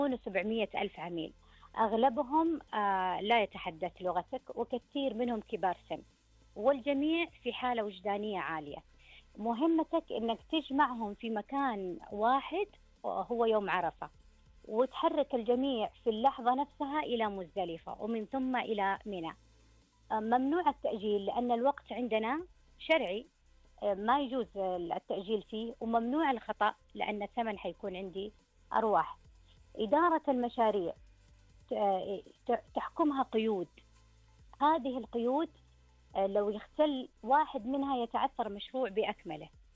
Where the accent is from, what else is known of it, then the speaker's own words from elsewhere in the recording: Saudi Arabia; وحق لنا إحنا كسعوديين أن نفتخر به